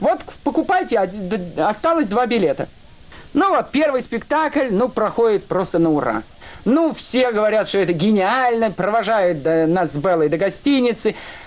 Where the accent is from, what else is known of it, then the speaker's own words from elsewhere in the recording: Russia; Как уехать из этой страны? Но я-то русский, я не еврей.